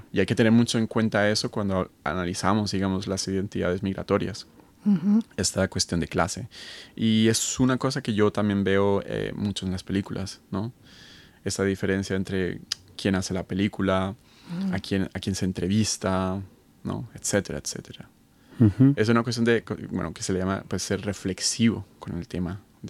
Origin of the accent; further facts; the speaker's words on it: Colombia; also born or lived in Spain; yo soy colombiano-español, ustedes son chilenos